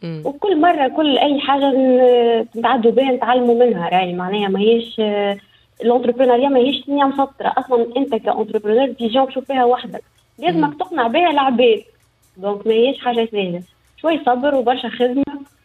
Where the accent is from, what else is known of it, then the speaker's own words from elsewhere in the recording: Tunisia; ليكوسيستيم اللي عندنا في تونس